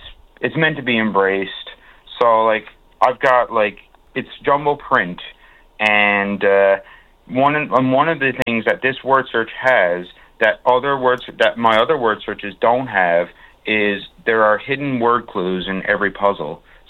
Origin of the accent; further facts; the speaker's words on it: New Harbour, Newfoundland and Labrador, Canada; all of my memories growing up in New Harbor